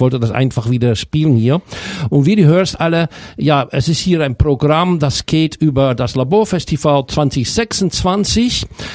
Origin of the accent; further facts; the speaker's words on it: Amsterdam, North Holland, Netherlands; German is a second language; Ich bin aus Amsterdam und wie bin ich eigentlich?